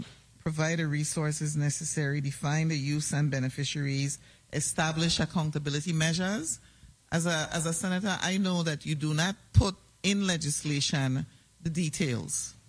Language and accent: English; St. Croix, U.S. Virgin Islands; born there